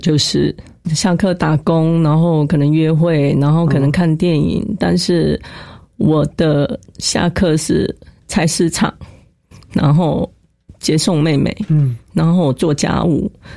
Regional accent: Keelung, Taiwan; 我是来自于美丽的基隆、那我住在海边，因为爸爸是船长啊

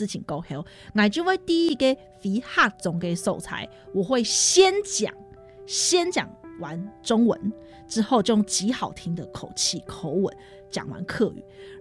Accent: Miaoli County, Taiwan; 所以其实我们苗栗人都是这样

